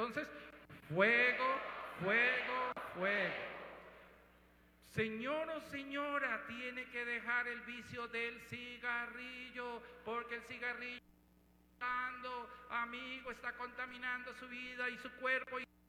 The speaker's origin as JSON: {"language": "Spanish", "country": "Colombia", "said": "como decimos en Colombia, con caché."}